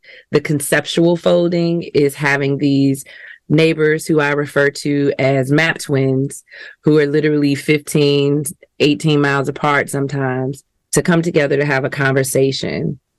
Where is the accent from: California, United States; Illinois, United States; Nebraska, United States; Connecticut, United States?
Illinois, United States; Chicago; I am born and raised in Chicago from my home neighborhood of Inglewood on the south side of Chicago.